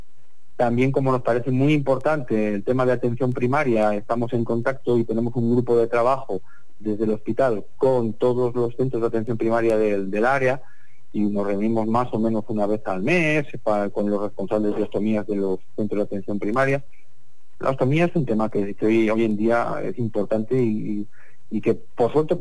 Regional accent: Spain; como buenos españoles que somos

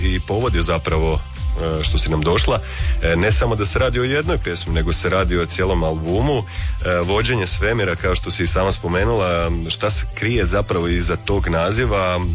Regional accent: Našice, Osijek-Baranja County, Croatia; now in Osijek, Croatia; Svi smo mi odavde, i ja sam isto iz Našica rodom

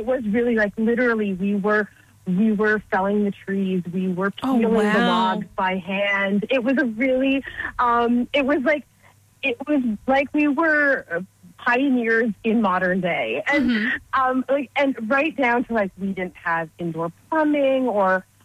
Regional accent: Canadian Prairies, Canada; I'm a Canadian. I'm from the Canadian Prairies, and I write a lot of songs about being from the Canadian Prairies.

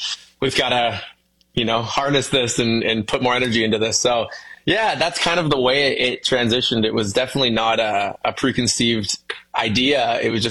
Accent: London, Ontario, Canada; I got asked to again be a guitar player for this artist who was an R&B singer from my hometown, which is London, Ontario.

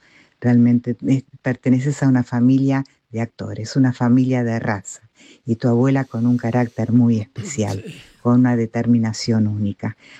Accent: Buenos Aires, Argentina; Carmencita, yo te conozco desde chica. Yo soy de Boedo. Y me acuerdo cuando tu abuela te llevaba al almacén, ¿te acordás?

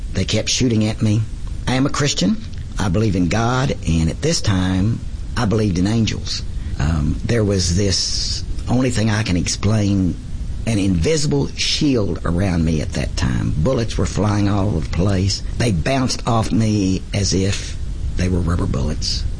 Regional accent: Oklahoma, United States; accent: Okie; "Listen, from this Okie accent, you can't tell tha

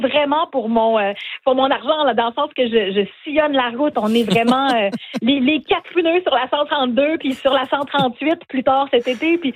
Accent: Maria, Quebec, Canada; Je me sens dans mon patelin, pas très loin de chez moi, d'où je viens, de la Gaspésie, de la baie des Chaleurs.

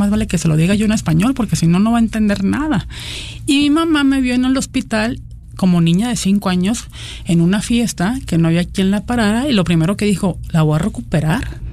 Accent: Mexicali, Baja California, Mexico; moved away as an adult; Yo soy de Mexicali

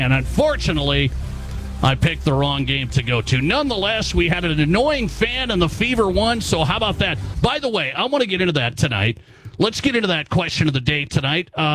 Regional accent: South Dakota, United States; Thanks, but no thanks. I'm from South Dakota.

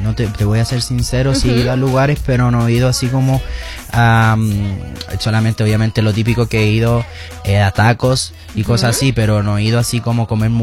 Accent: Chile; vengo de Chile, presentando mi bandera chilena

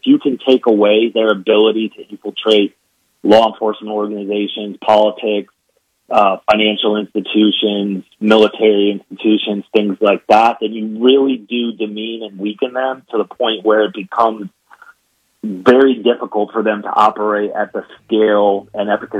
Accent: New York, United States; I grew up in the New York public school system

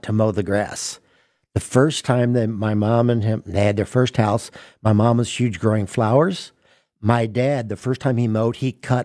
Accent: Kentucky, United States; From a guy growing up in Kentucky

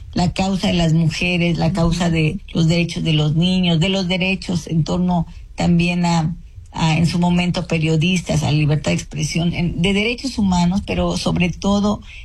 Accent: Guerrero, Mexico; yo soy parte del pueblo afromexicano, soy de la Costa Chica de Guerrero.

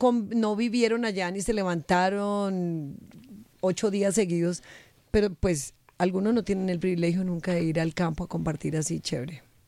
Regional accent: Boyacá, Colombia; now in Bogotá, Colombia; yo soy boyacense.

